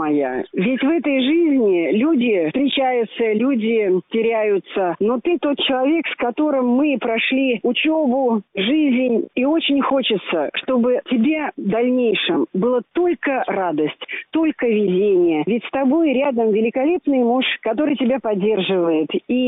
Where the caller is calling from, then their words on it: Saint Petersburg, Russia; Я из Санкт-Петербурга